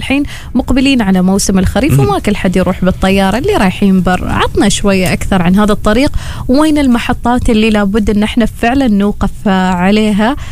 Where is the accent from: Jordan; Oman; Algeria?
Oman; بلادنا سلطنة عمان